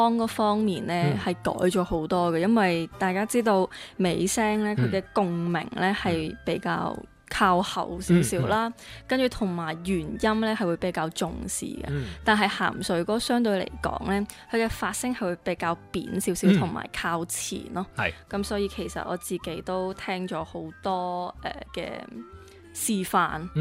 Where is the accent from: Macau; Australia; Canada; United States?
Macau; 咁我都係澳門人